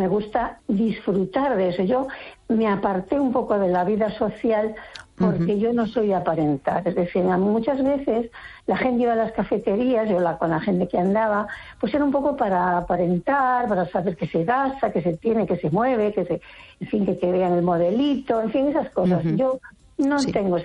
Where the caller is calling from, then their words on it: Vigo, Galicia, Spain; Llamo desde Vigo.